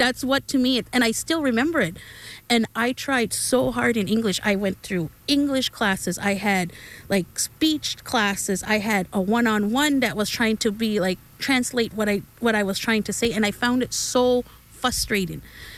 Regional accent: Elsipogtog, New Brunswick, Canada; I am from Elsie Booktook.

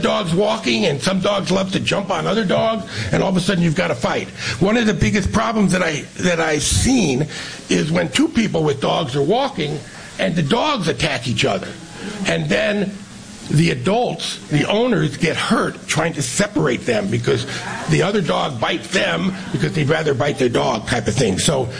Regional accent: Fort Lauderdale, Florida, United States; born there; also born or lived in New York/New Jersey area; now in Michigan, United States; We moved from the New York, New Jersey area down to Fort Lauderdale. He was transferred down to Florida.

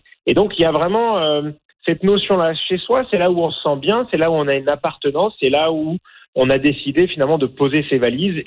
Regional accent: France; accent: French of France; moved away as an adult; now in Canada; J'ai un accent français de France. Pourtant, ça va faire 20 ans, plus de 20 ans que je vis au Canada, que je suis canadien

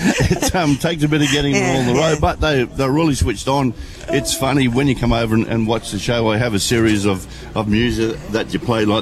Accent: Queensland, Australia; We're from North Queensland.

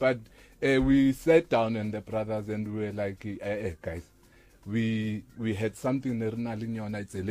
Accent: South Africa; we are proudly South African.

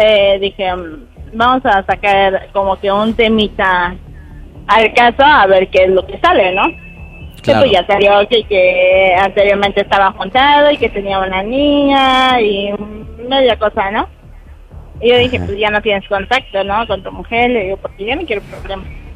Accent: Mexico City, Mexico; De la Ciudad de México.

